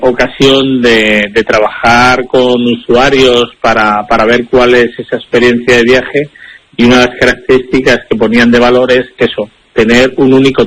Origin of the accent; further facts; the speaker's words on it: Arganda del Rey, Community of Madrid, Spain; Yo soy del municipio de Madrid, de Arganda del Rey.